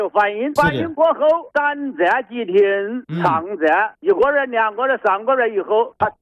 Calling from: Wuhan, Hubei, China; 我是黄陂蛇口的。

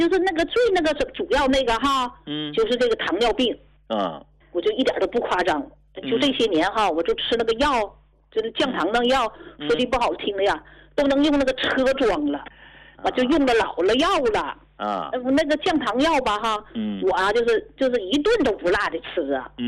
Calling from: Shenyang, Liaoning, China; 我是沈阳的。

